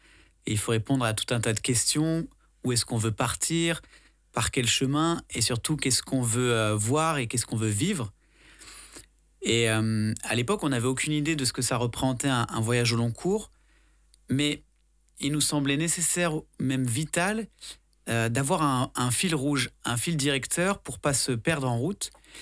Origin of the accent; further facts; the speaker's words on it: Lyon, Auvergne-Rhône-Alpes, France; j'ai 35 ans, je suis lyonnais